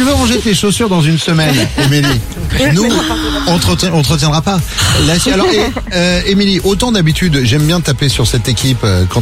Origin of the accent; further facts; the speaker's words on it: Nouvelle-Aquitaine, France; Moi, je suis en Rente-Maritime